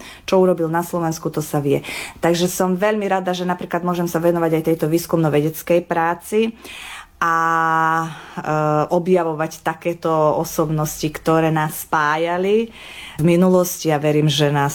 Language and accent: Slovak; Janošik, Vojvodina, Serbia; A pochovaný bol mojej rodnej obci v Janošiku, teda v Srbsku dnešnom.